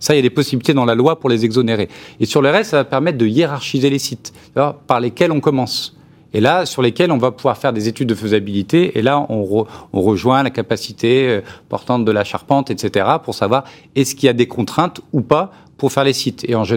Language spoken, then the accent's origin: French; Chambéry, Auvergne-Rhône-Alpes, France; je viens de Chambéry